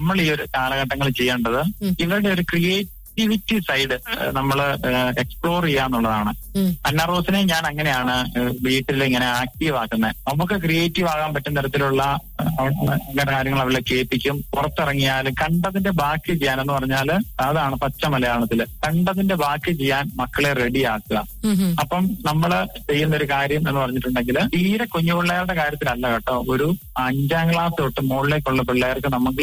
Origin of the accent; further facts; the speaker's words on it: Cherupuzha, Kerala, India; കണ്ണൂർ കാസർഗോഡ് ജില്ലയുടെ ബോർഡർ ചെറുപുഴ എന്ന് പറഞ്ഞ സ്ഥലത്താണ് എന്റെ സ്ഥലം, ചെറുപുഴ.